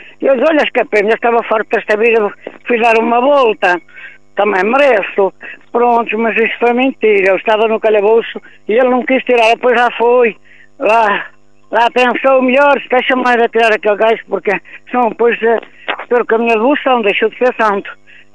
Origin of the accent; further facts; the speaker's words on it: Macedo de Cavaleiros, Norte, Portugal; born there; moved away; Quero mandar um beijinho para a minha terra, para a minha sobrinha Helena, que está aí em Macedo